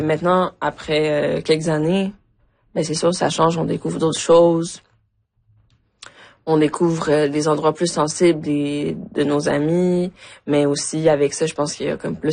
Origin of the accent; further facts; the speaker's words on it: Quebec, Canada; French is a second language; also born or lived in Mexico; Je suis née au Mexique. Je suis arrivée au Québec à 9 ans. Je parlais pas un mot de français. Je suis allée en classe d'accueil. Ouais. J'ai fait mon adolescence au Québec.